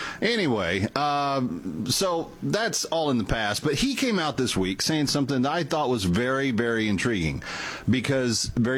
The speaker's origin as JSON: {"language": "English", "region": "Missouri", "country": "United States", "tie": "born there", "said": "I was born in Missouri."}